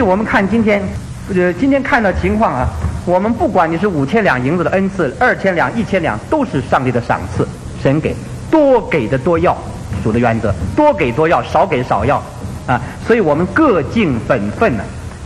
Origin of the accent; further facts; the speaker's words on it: China; 我们被这西方人讲 team 讲的实在很好，我们中国人就是不懂 team。